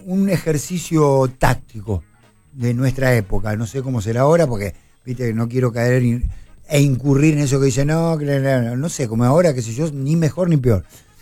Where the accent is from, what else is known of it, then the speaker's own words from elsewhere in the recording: Lima, Buenos Aires Province, Argentina; Yo te digo, iba a las pruebas, iba al Lima, jugaba 23 picados por semana en Lima, en mi pueblo.